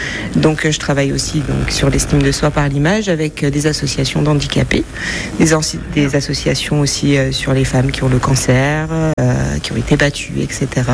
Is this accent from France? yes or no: yes; Grand Est, France; moved away as an adult; now in Corsica, France; il y a 15 ans où j'ai quitté ma région natale de Lorraine pour vivre dans le sud